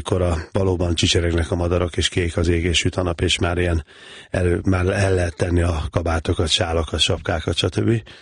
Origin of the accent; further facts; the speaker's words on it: Gyula, Békés, Hungary; És szerencsések vagyunk, hogy a román határon, ugye Gyula közel van a román határhoz, a román televíziót be tudtuk fogni a kékes televíziónkon